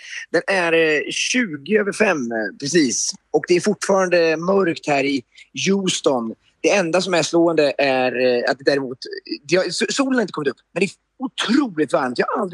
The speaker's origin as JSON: {"language": "Swedish", "country": "Sweden", "said": "Mexikanerna var helt tokiga i oss svenskar."}